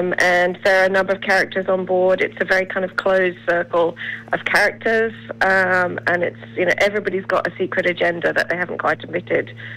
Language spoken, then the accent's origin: English; England, United Kingdom; moved away as an adult; now in northern New South Wales, Australia; Well, I was brought up in England, but I have lived in Australia for 35 years, so actually probably longer. I've lived longer in Australia than I did in England, so I'm definitely consider myself Australian these days.